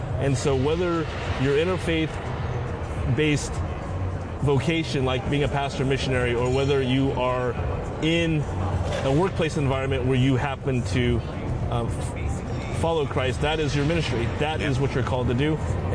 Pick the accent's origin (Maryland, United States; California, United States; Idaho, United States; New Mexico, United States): California, United States; Alameda; now in New York, United States; actually comes from my hometown in the San Francisco Bay Area, Alameda